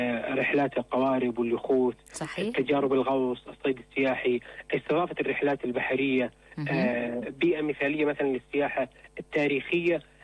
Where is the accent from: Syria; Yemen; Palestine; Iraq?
Syria; يعني إحنا كسوريين يعني ما عندنا اطلاع كافي على بلدنا